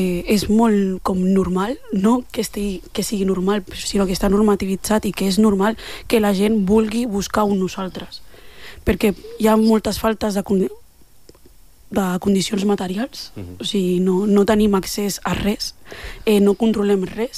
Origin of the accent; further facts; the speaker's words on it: L'Hospitalet de Llobregat, Catalonia, Spain; com a dones negres d'Hospitalet, que no, que som d'Hospi